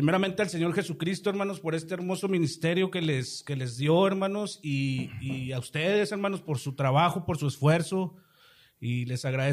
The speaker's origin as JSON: {"language": "Spanish", "country": "Mexico", "tie": "born or raised there", "said": "Crecí en el barrio de los Pingüinos, allá en la colonia Revolución Mexicana, nacido y criado, hermanos, en la Revolución. Ahí nací yo en mi casa, hermanos."}